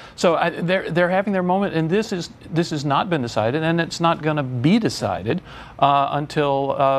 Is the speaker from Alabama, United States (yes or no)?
yes; Alabama, United States; I'm from Alabama, and I don't like it.